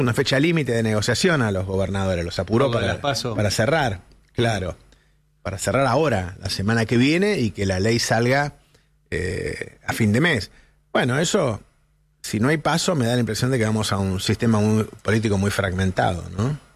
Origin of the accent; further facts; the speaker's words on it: El Talar, Buenos Aires Province, Argentina; no sé cómo me crié yo, cómo era en Talar, prácticamente éramos todos una misma familia